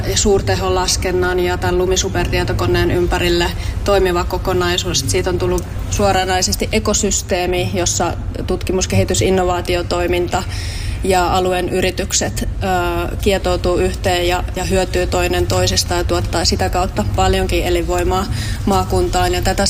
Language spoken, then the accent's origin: Finnish; Kymenlaakso, Finland; moved away; also born or lived in Kotka; Henkilönä asun maaseudulla perheen kanssa ja olen tosiaan Kymenlaaksosta kotoisin. Olen myös asunut Kotkassa aikanaan